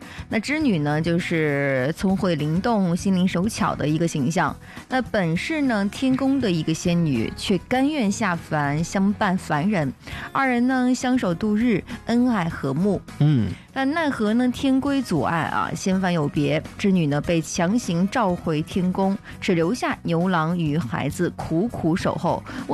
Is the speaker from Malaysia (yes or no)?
no; China; 我们中国人